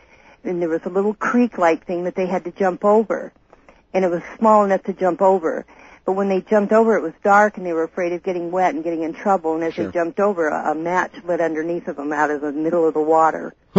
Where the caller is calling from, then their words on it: Merced, California, United States; I'm calling from Merced, KYOS.